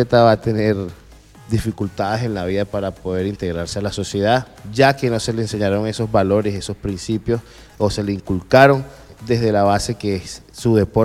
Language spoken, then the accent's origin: Spanish; Caracas, Capital District, Venezuela; moved away as an adult; now in San Cristóbal, Venezuela; Yo soy de Caracas, pero ya tengo 10 años aquí en San Cristóbal. Ya me siento, no voy a decir que me siento gocho, pero sí me siento tachirense.